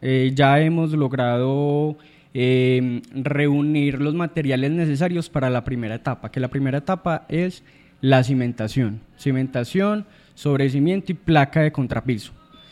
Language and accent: Spanish; Belén de Umbría, Risaralda, Colombia; born there; somos de Belén, es la tierra pues que amamos y la que nos vio nacer.